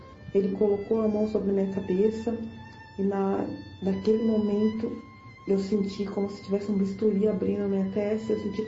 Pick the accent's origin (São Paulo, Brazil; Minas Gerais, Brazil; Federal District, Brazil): São Paulo, Brazil; São José dos Campos; sou da cidade de São José dos Campos.